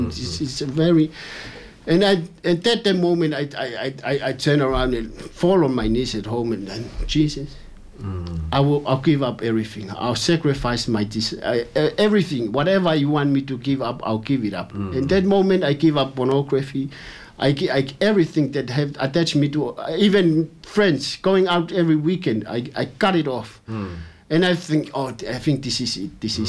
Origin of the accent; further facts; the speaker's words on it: Tonga; moved away; I come from Tonga